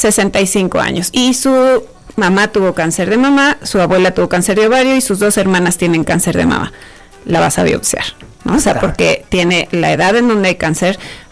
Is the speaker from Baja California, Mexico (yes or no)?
no; San Luis Potosí, Mexico; moved away; Por ejemplo, yo crecí en San Luis Potosí, ¿no? Ahí estudié medicina